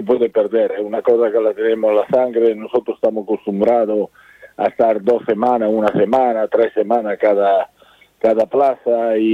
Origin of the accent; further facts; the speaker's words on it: Spain; accent: Italian; also born or lived in Italy; yo nací en Italia, soy español, mi padre español, mi madre española, y yo nací en Italia y por pocos años ha quedado el acento italiano.